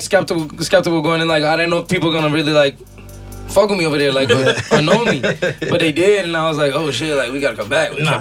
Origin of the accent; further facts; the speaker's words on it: Punjab, India; English is a second language; Oh, Punjab, I'm Punjabi.